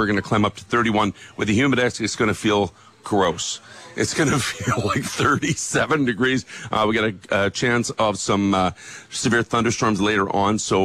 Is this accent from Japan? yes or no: no; Niverville, Manitoba, Canada; born there